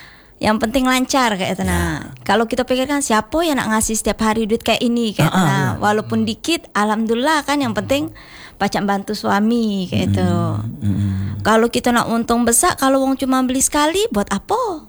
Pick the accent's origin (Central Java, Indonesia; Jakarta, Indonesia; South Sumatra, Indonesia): South Sumatra, Indonesia; Palembang; born there; Memang Jawa tapi lahir di Palembang.